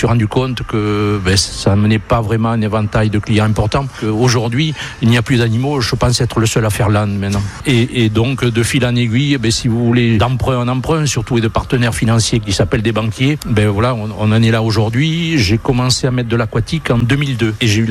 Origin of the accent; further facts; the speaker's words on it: Tourtoirac, Nouvelle-Aquitaine, France; born there; je suis né à Tortoirac le 15 juillet 55.